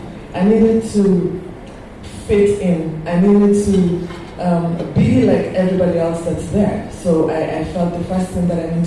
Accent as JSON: {"language": "English", "region": "Nairobi", "country": "Kenya", "tie": "born or raised there", "moved": "yes", "said": "Not because I want to, but just because I wasn't raised in Sele. Most of my life, I grew up in Nairobi, and then I went overseas and I was fairly young."}